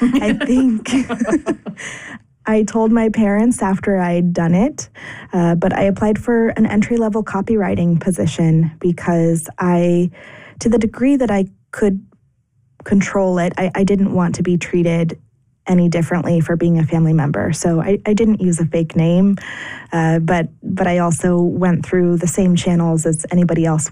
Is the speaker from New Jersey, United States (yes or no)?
no; Chico, California, United States; moved away as an adult; also born or lived in Los Angeles / London / New York; Well, I grew up here in Chico